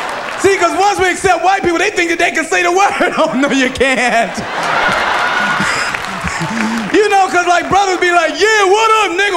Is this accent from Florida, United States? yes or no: no; Atlanta, Georgia, United States; I'm from Atlanta, Georgia.